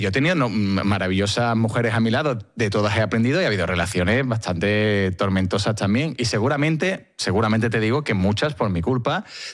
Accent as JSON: {"language": "Spanish", "town": "Seville", "region": "Andalusia", "country": "Spain", "said": "todo el mundo sabe que yo soy del Sevilla y soy de una ciudad que se vive con mucha pasión."}